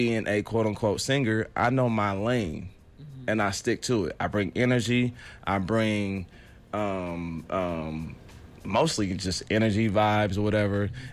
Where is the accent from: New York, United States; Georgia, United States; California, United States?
California, United States; I'm from California, okay. So my lingo is a little different.